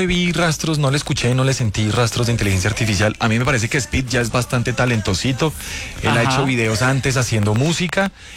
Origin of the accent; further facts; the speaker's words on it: Colombia; Yo me quedé como buen colombiano